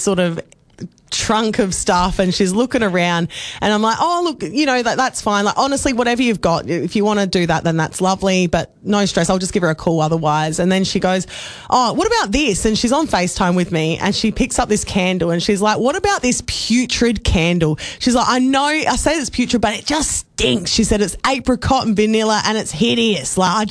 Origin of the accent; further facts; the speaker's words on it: Adelaide, South Australia, Australia; So, of course, I'm originally from South Australia in Adelaide, and living away from my hometown friends and family